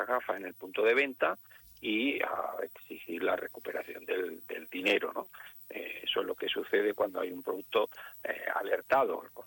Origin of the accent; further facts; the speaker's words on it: Granada, Andalusia, Spain; moved away; encantado de hablar en Granada, que es mi tierra, de la que yo hago patria constantemente.